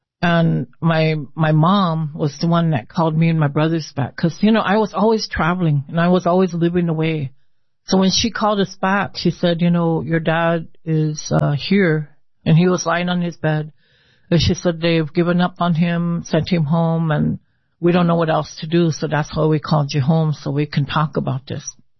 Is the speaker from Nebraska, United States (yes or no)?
yes; Lincoln, Nebraska, United States; growing up in Lincoln.